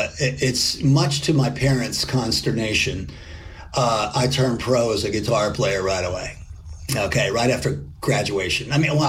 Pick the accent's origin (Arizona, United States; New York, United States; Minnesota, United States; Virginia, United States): Virginia, United States; I'm from Northern Virginia, which back then was night and day different from where Emory is.